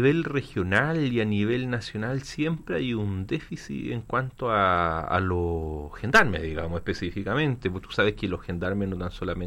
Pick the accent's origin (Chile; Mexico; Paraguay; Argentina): Chile; Talca, Maule; yo soy nacido y criado en Talca, estudié en el Colegio Andes, después hice el preuniversitario en el Cervantes y luego la Universidad de Talca. Ese ha sido mi recorrido por Talca